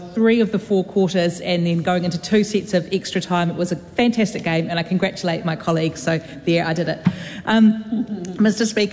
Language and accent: English; Palmerston North, Manawatū-Whanganui, New Zealand; now in Nelson, New Zealand; Even though I grew up in Palmerston North